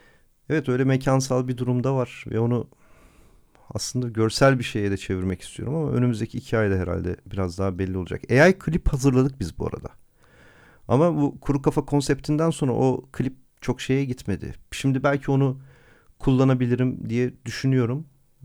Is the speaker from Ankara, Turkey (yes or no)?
yes; Ankara, Turkey; moved away as an adult; now in Istanbul, Turkey; doğma büyüme Ankaralıyız ama artık neredeyse hayatımın yarısını İstanbul'da geçirmiş olacağım. 2004'te geldiğimi düşünürsek. Neredeyse 22 yıldır buradayım.